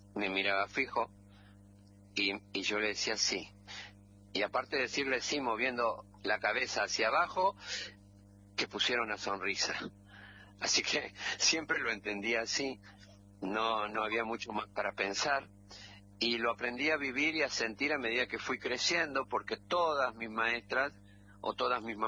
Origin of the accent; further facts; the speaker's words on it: Tucumán, Argentina; born there; Soy tucumano de nacimiento, nací de Berta y Rubén